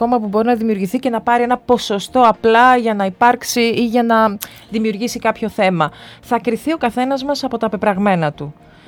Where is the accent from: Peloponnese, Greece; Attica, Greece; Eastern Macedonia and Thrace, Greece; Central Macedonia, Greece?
Eastern Macedonia and Thrace, Greece; επειδή εγώ είμαι και από το Βορρά, εγώ είμαι από τον Εύρο ας το πούμε...